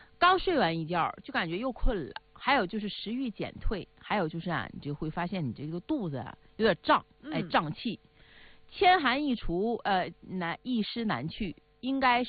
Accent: Northeast China, China; 就是我们东北说的这种一种五八味儿

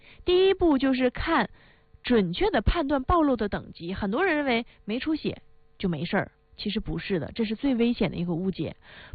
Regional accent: Northeast China, China; accent: Northeastern Mandarin; 或者是我们东北话说的起疹子

